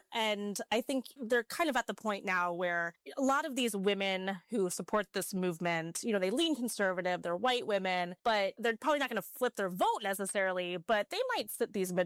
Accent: Ohio, United States; born there; my home state of Ohio

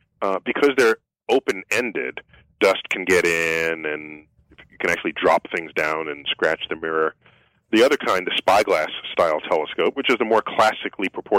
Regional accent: New York City, New York, United States; born or raised there

